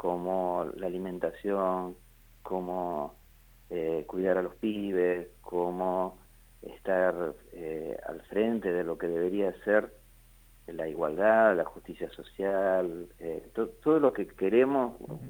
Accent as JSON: {"language": "Spanish", "country": "Argentina", "said": "lo que somos como argentinos, ¿no?"}